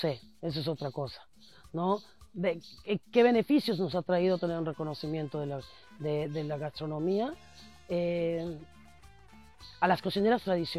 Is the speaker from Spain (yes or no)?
no; Mexico; Y a veces como mexicano nosotros no lo valoramos.